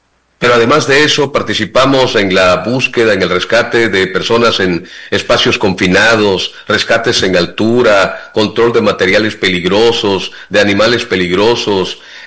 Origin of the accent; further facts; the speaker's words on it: Juchitán, Oaxaca, Mexico; porque yo soy de Juchitán, vivo, madre, mi familia somos de Juchitán